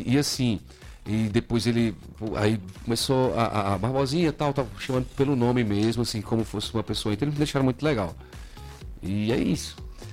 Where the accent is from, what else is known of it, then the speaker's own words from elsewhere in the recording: Paraíba, Brazil; sou forrozeiro, sou nordestino, sou paraibano.